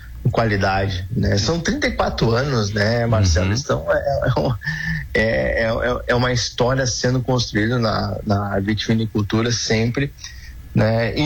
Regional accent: Rio Grande do Sul, Brazil; Não, a gente sabe que nós mesmos aqui como gaúcho, às vezes, nem nós mesmos sabemos, né? Quão grande é a nossa história, né?

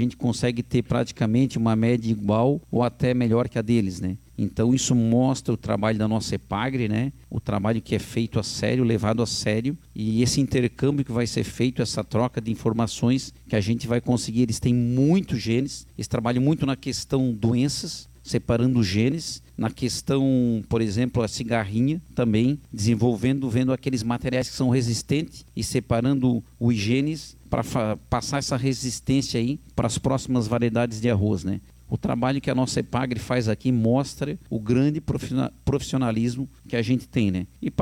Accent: Brazil; a gente é brasileiro, a gente torce para o Brasil.

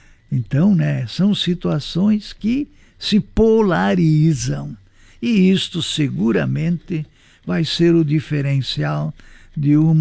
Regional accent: Brazil

